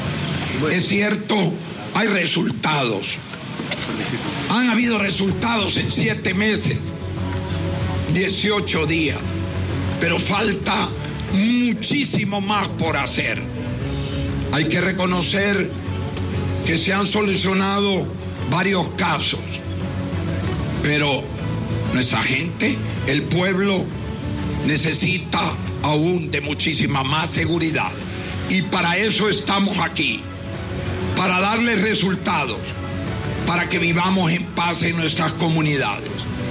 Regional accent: Honduras; Tenemos un deber también, todos como hondureños, de poder hacerle frente juntos a este gran flagelo.

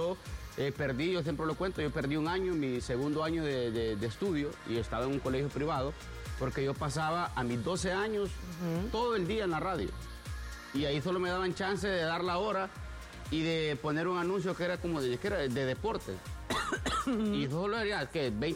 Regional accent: Comayagua, Honduras; moved away as an adult; ¿Y vos de dónde sos? Le dije, Comayagua.

